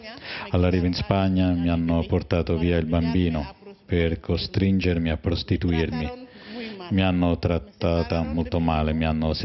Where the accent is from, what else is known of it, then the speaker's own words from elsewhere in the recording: Nigeria; moved away; sono nigeriana, provengo da una famiglia di 8 fratelli e fin da piccolo ho imparato che cosa significa lottare ogni giorno solo per sopravvivere. Non ho lasciato il mio paese perché lo volevo